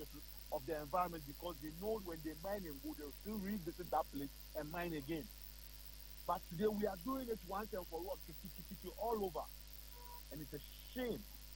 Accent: Ghana

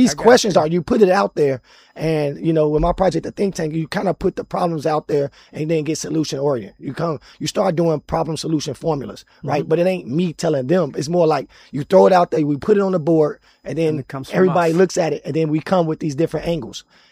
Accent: Chicago, Illinois, United States; And, you know, I'm from Chicago. So we used to have this program on the South Side

